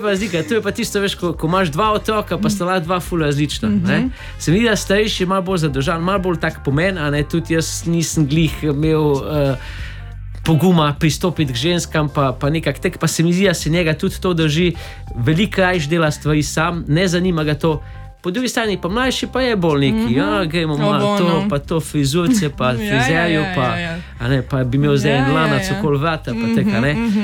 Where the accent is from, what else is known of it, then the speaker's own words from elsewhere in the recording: Velenje, Savinja, Slovenia; Ja, zdaj smo iz Velenja, no. Veš, v Velenju nogomet nisem š